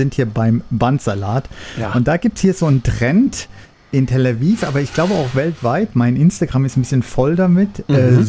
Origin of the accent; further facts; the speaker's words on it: Saarland, Germany; moved away; aber seit dem 17. Mai dieses Jahres, 2026, sage ich jetzt, wenn mich jemand fragt, woher ich komme, sage ich, aus der Nähe von Elversberg.